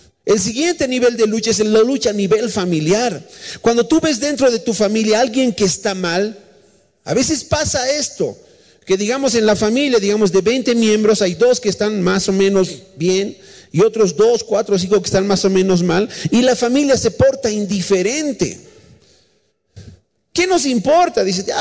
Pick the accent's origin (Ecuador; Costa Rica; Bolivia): Bolivia; Si tenemos esa maldición como bolivianos